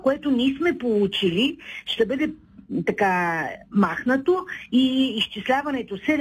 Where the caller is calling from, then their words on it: Shumen, Shumen Province, Bulgaria; съм от Шумен.